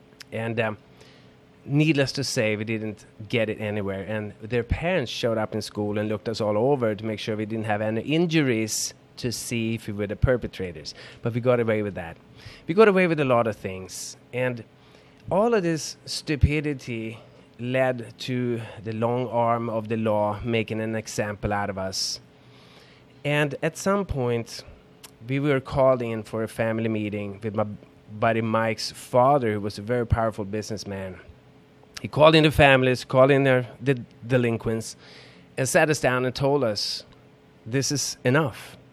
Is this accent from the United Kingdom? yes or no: no; Stockholm, Stockholm County, Sweden; now in United States; I grew up in Stockholm, Sweden, on the countryside outside the city